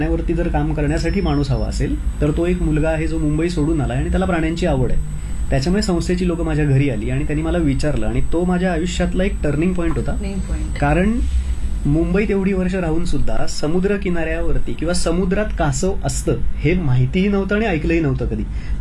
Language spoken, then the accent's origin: Marathi; Velas, Maharashtra, India; also born or lived in Mumbai